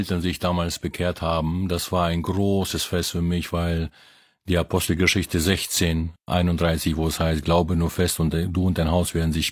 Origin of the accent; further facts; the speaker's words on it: Philippines; Ich bin in den Philippinen aufgewachsen und mein Vater hat, der war Ingenieur und der hat auf einer anderen Insel gearbeitet.